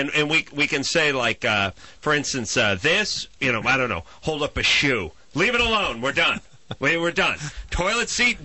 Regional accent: United States; I'm an American.

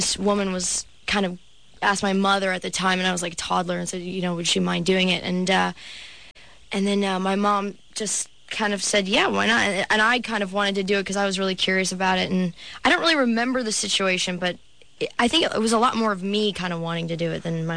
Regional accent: Canada; moved away as an adult; now in Los Angeles, United States; I'm from Canada

